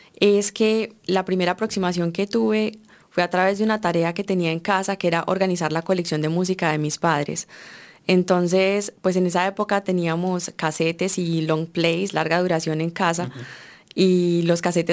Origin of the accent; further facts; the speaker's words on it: Colombia; Bueno, yo soy cantautora colombiana, ingeniera electrónica también. Me aproximo a la música desde muy niña de la mano de mi padre.